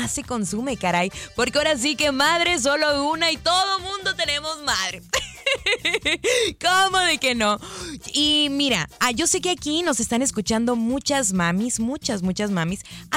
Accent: Mexico

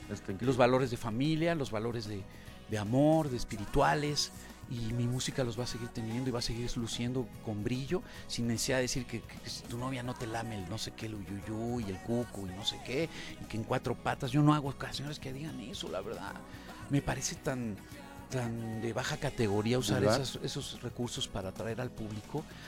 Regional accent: Mexico

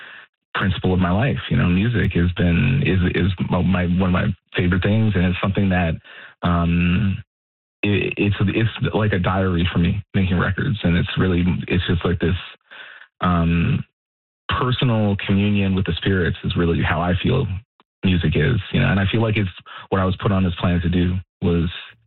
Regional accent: Edmonton, Alberta, Canada; born there

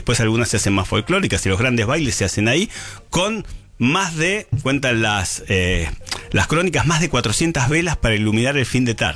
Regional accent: Mar del Plata, Buenos Aires Province, Argentina; Pasé mi adolescencia en Mar del Plata, en Sobremonte.

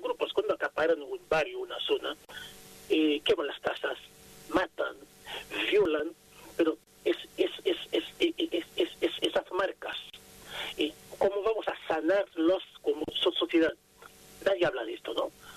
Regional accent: Haiti; Spanish is a second language; now in Rosario, Argentina; No me siento extranjero, como me siento un haitiano rosarino.

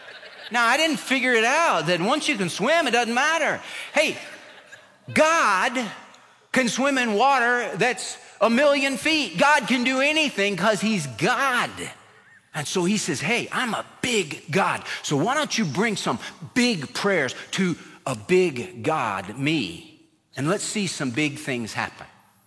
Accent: California, United States; born or raised there

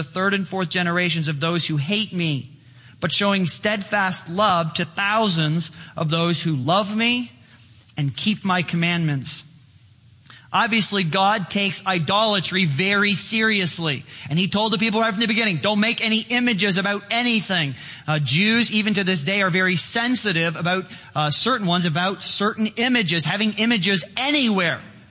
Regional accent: Chicago, Illinois, United States; born or raised there

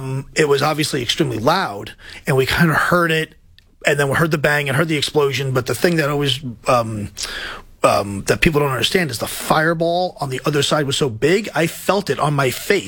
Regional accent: New York City, New York, United States; I'm a New Yorker. I'm from Queens.

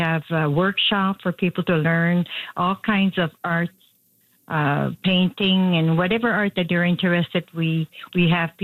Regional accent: New Brunswick, Canada; born or raised there

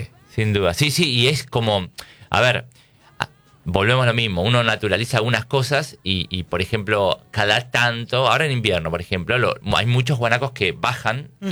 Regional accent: Buenos Aires, Argentina; born or raised there

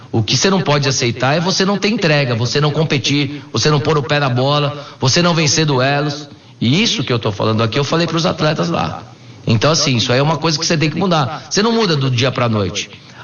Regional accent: São Paulo, Brazil; É, sou de São Paulo, conheço o futebol de São Paulo

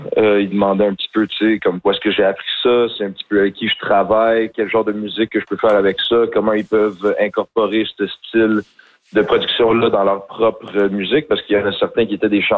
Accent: Montreal, Quebec, Canada; Tu sais, moi, je viens de Saint-Henri. J'ai vécu autour de Saint-Henri les derniers 14 ans de ma vie.

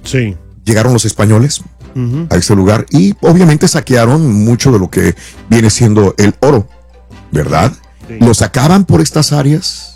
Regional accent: Mexico; somos mexicanos, así que amamos México

